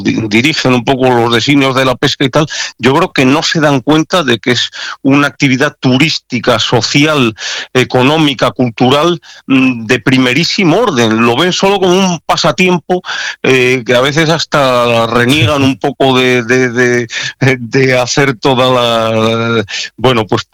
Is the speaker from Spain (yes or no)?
yes; Castile, Spain; tú y yo que somos castellanos